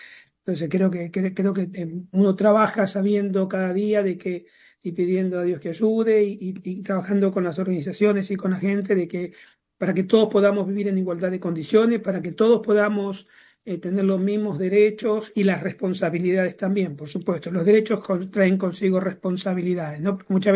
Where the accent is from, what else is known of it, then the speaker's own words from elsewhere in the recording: Argentina; moved away as an adult; now in New York, United States; yo vengo y crecí en un sistema absolutamente dictatorial como fue el gobierno militar, que toda mi adolescencia fue bajo el gobierno militar en Argentina